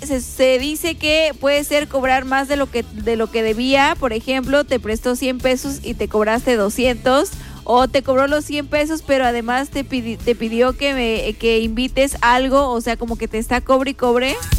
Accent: Mexico; si somos mexicanos

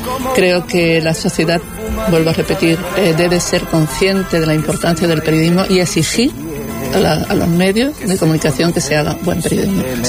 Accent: Algeciras, Andalusia, Spain; Y además yo soy de Algeciras, de Algeciras a Estambul

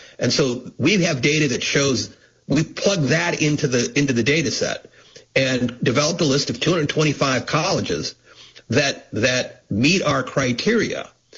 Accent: Missouri, United States; in my home state of Missouri.

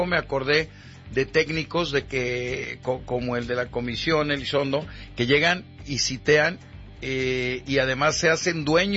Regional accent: Mexico; Somos mexicanos

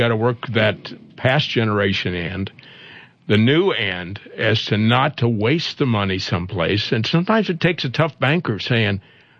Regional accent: Iowa, United States; now in South Dakota, United States; It does give us a little wiggle room, and whether it's Nebraska, I'm from Iowa, and here we are together in South Dakota trying to help people.

